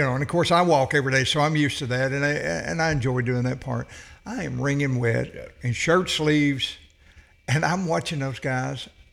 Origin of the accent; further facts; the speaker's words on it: United States; I've known Randy all my life. I kind of grew up together. He grew up on the Sweden's Cove side, and I grew up on the Fish Trap side, so we all knew each other